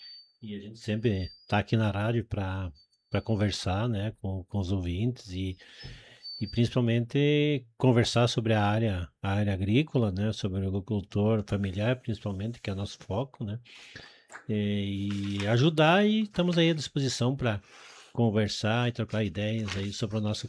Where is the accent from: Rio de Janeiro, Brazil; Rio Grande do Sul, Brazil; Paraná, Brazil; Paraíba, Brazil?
Rio Grande do Sul, Brazil; Juricaba; also born or lived in Tiradentes do Sul; now in Santa Bárbara do Sul, Brazil; Natural de Juricaba, perto aqui, né? Então fiquei mais perto da família, né? E da minha região. Tem um sítiozinho lá no interior de Juricaba ainda